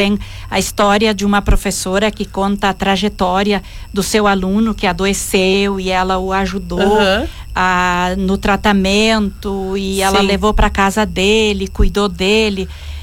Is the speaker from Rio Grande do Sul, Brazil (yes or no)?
yes; Rio Grande do Sul, Brazil; E como eu sou do Rio Grande do Sul, então a editora escolheu Gramado.